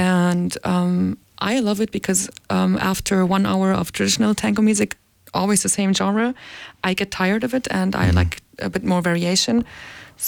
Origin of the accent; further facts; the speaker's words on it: Hamburg, Germany; born there; English is a second language; also born or lived in Transylvania, Romania; So I speak Romanian with my dad, who's Hungarian. I used to speak Hungarian with him until I was about 6 years old, because we moved from Transylvania to Germany, to Hamburg.